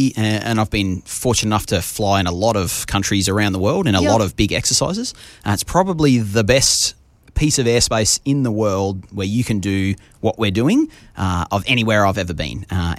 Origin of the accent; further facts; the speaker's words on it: Australia; Yeah, absolutely. It's fantastic to show off Australia and the best of Australia to our international partners.